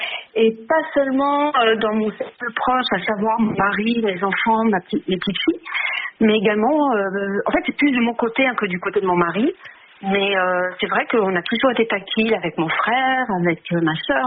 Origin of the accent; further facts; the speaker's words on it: Paris, Île-de-France, France; Non, parce que je suis parisienne à la base.